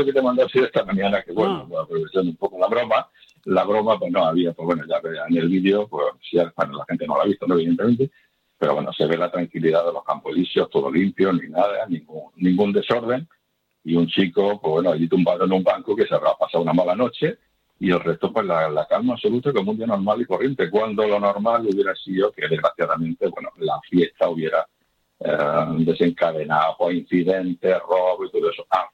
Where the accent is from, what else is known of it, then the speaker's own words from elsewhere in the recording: Spain; yo soy español y lo llevo a gala.